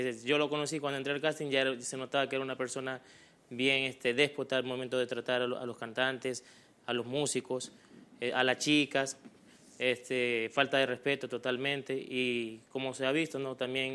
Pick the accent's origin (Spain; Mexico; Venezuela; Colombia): Venezuela; moved away as an adult; now in Peru; Soy venezolano, pero mi papá es peruano.